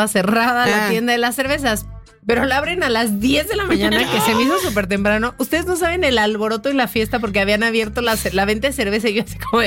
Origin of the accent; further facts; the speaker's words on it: Mexico; estoy en un mundial, en México, en mi país, en este estadio.